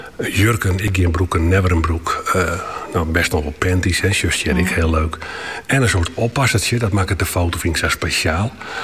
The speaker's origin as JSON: {"language": "Dutch", "region": "Friesland", "country": "Netherlands", "said": "Nou, ik zei uit Friesland en Nederland."}